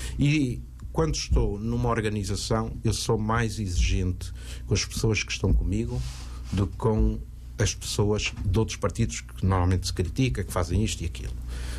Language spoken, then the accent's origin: Portuguese; Portugal; eu sou do Oliveira das Mães